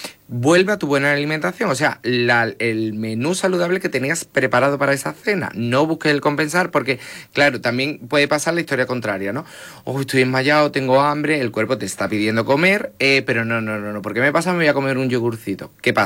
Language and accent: Spanish; Andalusia, Spain; somos muy andaluces